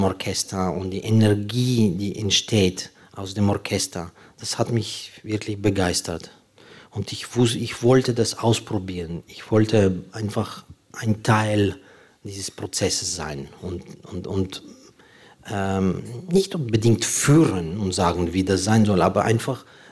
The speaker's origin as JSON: {"language": "German", "country": "Ukraine", "said": "Also einfach ist es nicht, weil zum Beispiel es gibt jetzt sehr viele offene Fragen, was man als Ukrainer dirigieren darf und Musik"}